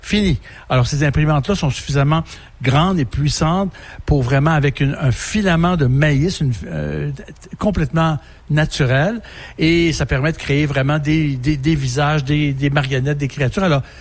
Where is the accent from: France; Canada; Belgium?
Canada; Quebec; moved away as an adult; also born or lived in Montreal; Moi, je suis natif de la région du Saguenay.